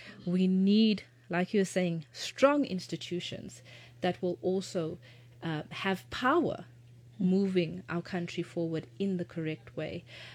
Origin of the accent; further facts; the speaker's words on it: South Africa; And we, as South African women, are supporting South African, international women in sport